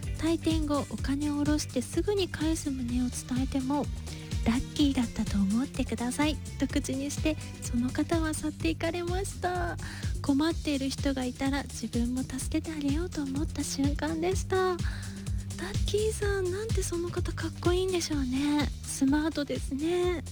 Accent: Tokushima, Japan; moved away; 私の地元の徳島も、

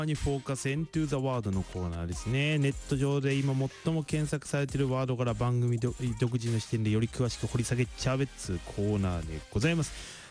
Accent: Hokota, Ibaraki, Japan; 茨城のね、私はあの稲川鉾田というところで生まれ育ち、仕事をしております。

